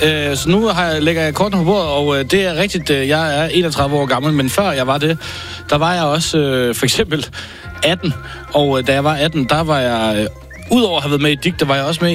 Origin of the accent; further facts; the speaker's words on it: Silkeborg, Central Denmark Region, Denmark; born there; moved away; Og det er jo lokalsprøjten hjemme i Silkeborg.